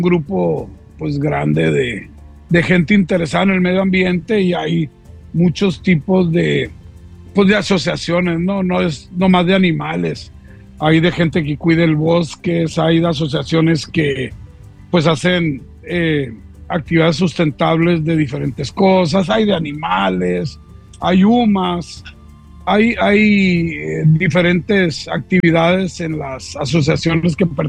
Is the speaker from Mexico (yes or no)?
yes; Culiacán, Sinaloa, Mexico; moved away as an adult; Yo soy de Culiacán, Sinaloa